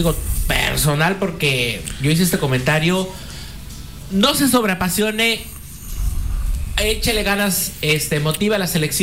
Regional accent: Mexico; los mexicanos les ganamos.

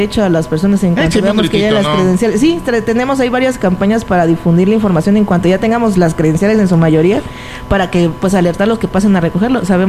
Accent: Tuxtla Gutiérrez, Chiapas, Mexico; moved away; Yo soy de Tuxtla.

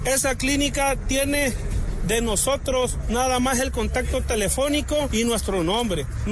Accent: Tonalá, Chiapas, Mexico; Yo soy de Tonalá.

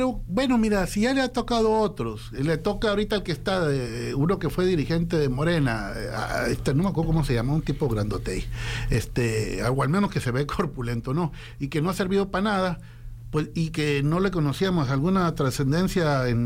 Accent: Navojoa, Sonora, Mexico; born there; en el anterior, donde yo nací

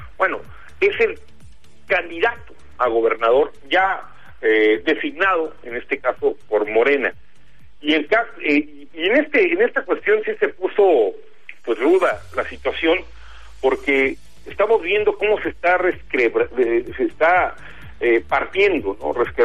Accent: Mexico; sí me dolió como mexicano

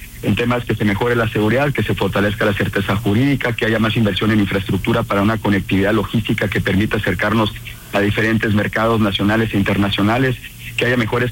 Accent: Sonora, Mexico; los sonorenses tenemos una aspiración de desarrollo patrimonial, desarrollo económico, pero también queremos vivir en paz, queremos seguir siendo sonorenses

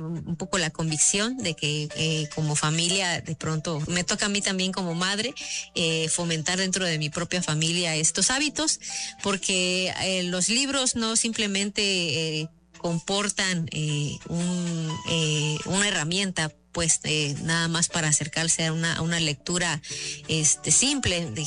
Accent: Chiapas, Mexico; ella como oaxaqueña, yo como chiapaneca, pues compartimos este premio

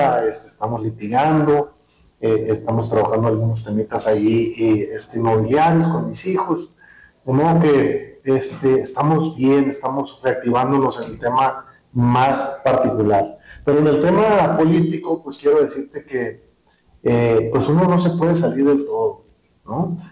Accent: Cananea, Sonora, Mexico; Aprovecho para saludarlos y decirles que estoy muy contento de estar aquí en mi pueblo.

